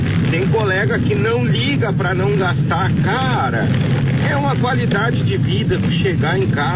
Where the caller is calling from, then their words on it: Cachoeira do Sul, Rio Grande do Sul, Brazil; sou de Cachoeira do Sul.